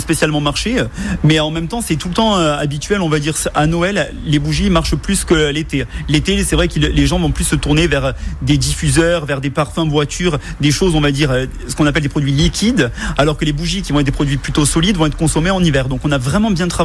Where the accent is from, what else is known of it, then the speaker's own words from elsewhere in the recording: Occitanie, France; Moi, par exemple, je suis du Tarn, à Vaud-Olivèze, et j'ai été baptisé là-bas, et je voulais faire un lien avec les églises de chez nous.